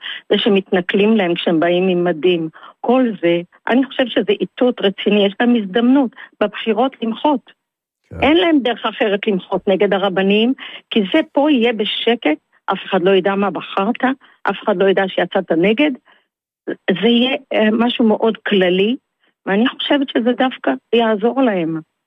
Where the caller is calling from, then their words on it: Tel Aviv, Tel Aviv District, Israel; אני מתל אביב, בת 74.